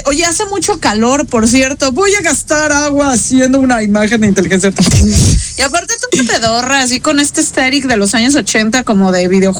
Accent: Mexico City, Mexico; No, en Ciudad de México. Yo nací y crecí en Ciudad de México. Era café.

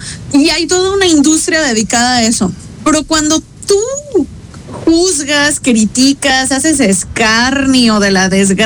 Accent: Mexico; now in Vitoria, Spain; Y yo, es que soy mexicana. Y yo les digo, sí. Es que sabes que I'm Mexican.

